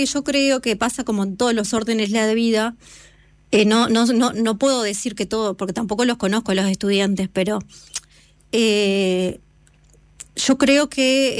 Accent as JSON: {"language": "Spanish", "region": "Salto", "country": "Uruguay", "also_born_or_lived": "Montevideo", "said": "yo soy de Salto, y estaba en Montevideo"}